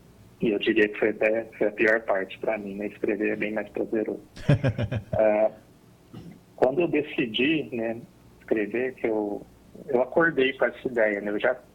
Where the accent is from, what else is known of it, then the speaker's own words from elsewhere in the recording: Ribeirão Preto, São Paulo, Brazil; eu sou de Ribeirão Preto, São Paulo